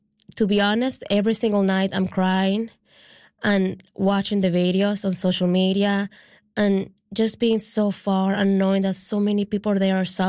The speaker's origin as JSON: {"language": "English", "country": "Venezuela", "moved": "yes", "lives_now": "Newfoundland, Canada", "said": "Like, I'm here in Newfoundland, but I'm from Venezuela, and those are my people"}